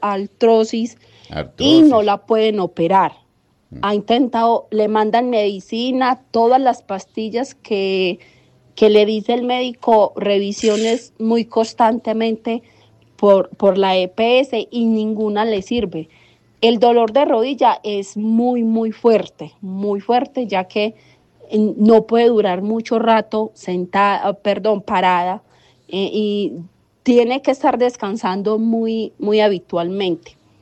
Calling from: Montebello, Antioquia, Colombia; le hablo de Montebello, Antioquia.

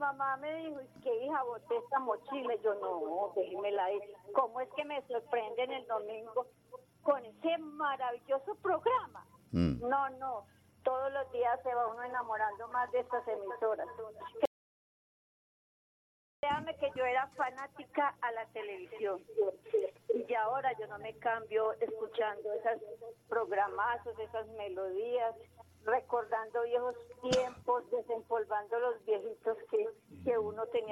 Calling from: San Antonio, Tolima, Colombia; Yo soy de San Antonio, Tolima.

